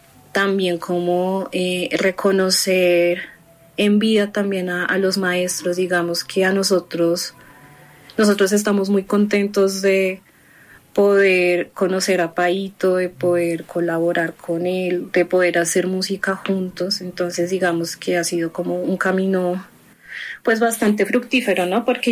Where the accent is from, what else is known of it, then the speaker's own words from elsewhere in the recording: Bogotá, Colombia; a pesar de haberme criado acá en Bogotá, igual como que dentro de un contexto de familia cartagenera como que la viví.